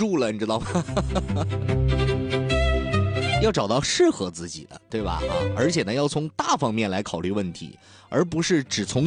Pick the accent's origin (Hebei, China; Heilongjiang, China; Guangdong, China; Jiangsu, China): Heilongjiang, China; now in Dalian, China; 在我老家那边黑龙江那边